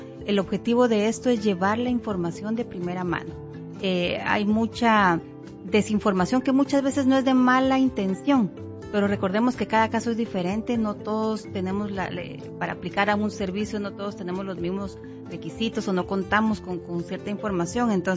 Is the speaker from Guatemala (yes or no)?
yes; Guatemala; moved away